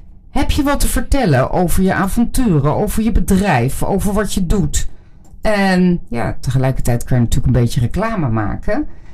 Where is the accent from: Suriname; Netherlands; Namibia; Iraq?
Netherlands; Wageningen, Gelderland; Ik kom uit Wageningen. Dat is zeker een uur rijden.